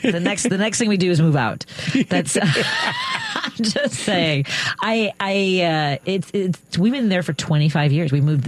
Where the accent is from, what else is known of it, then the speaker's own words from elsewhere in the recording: Illinois, United States; I grew up in Norwood, yeah, but okay. I grew up in a 1-bedroom apartment above what was a paint, when we moved in, it was a paint store, became a bank.